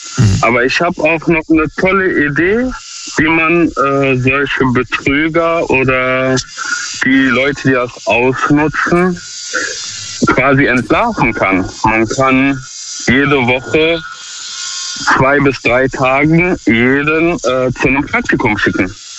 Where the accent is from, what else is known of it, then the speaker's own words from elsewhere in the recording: Duisburg, North Rhine-Westphalia, Germany; Ich komme aus Duisburg.